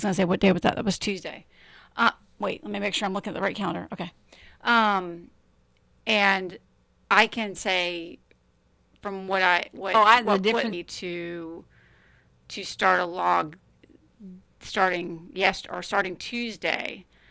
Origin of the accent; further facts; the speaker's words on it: St. Augustine, Florida, United States; I mean, I'm from St. John's County, St. Augustine.